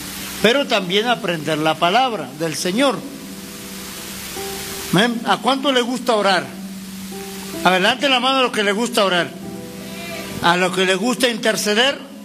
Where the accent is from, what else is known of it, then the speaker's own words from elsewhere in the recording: Argentina; yo soy de la República Argentina.